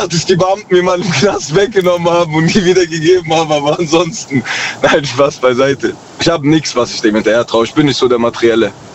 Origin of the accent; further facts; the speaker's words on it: Tübingen, Baden-Württemberg, Germany; Ich komme aus Tübingen.